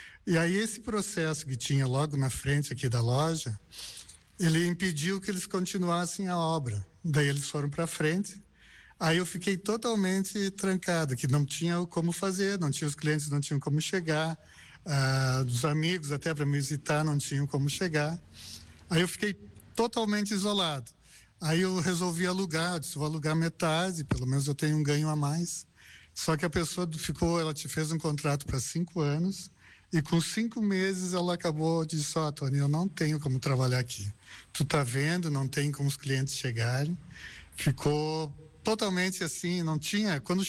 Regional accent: Arvorezinha, Rio Grande do Sul, Brazil; moved away as an adult; 40 anos aqui que eu vim de Arvorezinha, sou natural de Arvorezinha. Nós tínhamos oficina em Arvorezinha

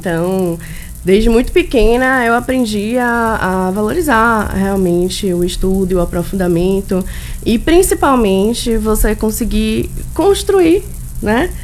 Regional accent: Salvador, Bahia, Brazil; Sim, fui criada em Salvador.

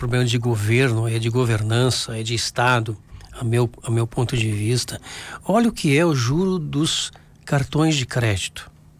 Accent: Brazil; nós somos brasileiros, somos patriotas, somos daqui do Brasil

